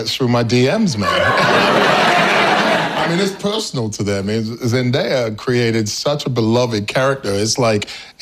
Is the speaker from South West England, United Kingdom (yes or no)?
no; London, United Kingdom; I'm from London.